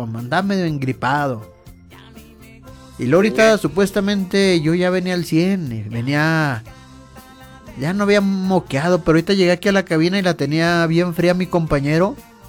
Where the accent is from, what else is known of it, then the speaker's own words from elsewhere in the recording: Mexico; Ya ve cómo somos los mexicanos.